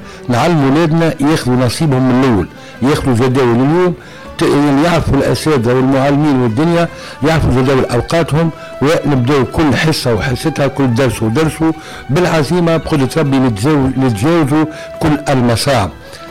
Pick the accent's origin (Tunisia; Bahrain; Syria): Tunisia; ربي يحفظ بلادنا تونس الغالية، تونس الخضراء